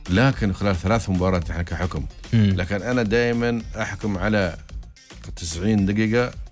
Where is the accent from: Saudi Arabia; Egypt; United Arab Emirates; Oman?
United Arab Emirates; انا إماراتي